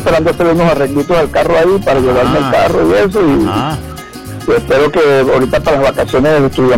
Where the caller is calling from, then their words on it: La Guaira, Venezuela; Buenos días con mis hermanos y amigos de la Rocola Campesina desde La Guaira.